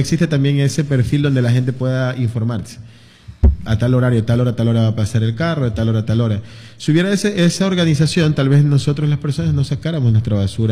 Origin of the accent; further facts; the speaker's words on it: Jaramijó, Manabí, Ecuador; born there; soy un hijo nacido de Jaramijó